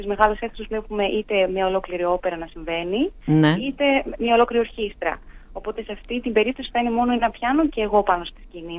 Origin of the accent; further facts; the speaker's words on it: Heraklion, Crete, Greece; moved away as an adult; μεγάλωσα στο Ηράκλειο.